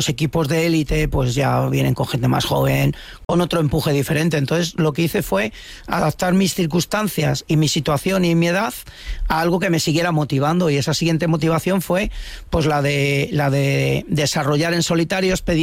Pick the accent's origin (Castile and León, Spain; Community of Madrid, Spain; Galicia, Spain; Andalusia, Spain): Castile and León, Spain; Íscar; born there; nacido en un pequeño pueblo de Valladolid, en Íscar.